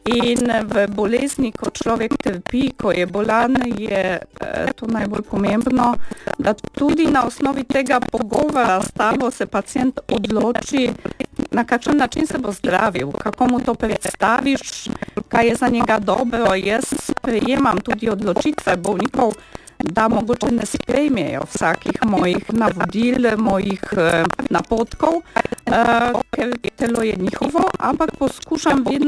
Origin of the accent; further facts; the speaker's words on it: Kraków, Lesser Poland, Poland; Slovenian is a second language; moved away as an adult; now in Slovenia; Ja, prihajam iz Poljske, iz Krakova, tam sem študirala medicino, spoznala svojega moža in potem sva se odločila, da mogoče nadaljujeva svojo pot v Sloveniji.